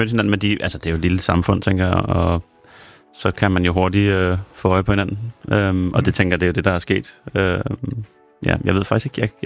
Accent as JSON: {"language": "Danish", "town": "Rønne", "region": "Capital Region of Denmark", "country": "Denmark", "tie": "born there", "said": "Det er i Rønne"}